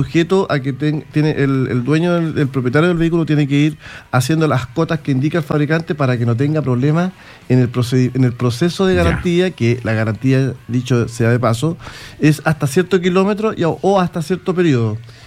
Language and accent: Spanish; Santiago, Santiago Metropolitan Region, Chile; Yo soy de Santiago.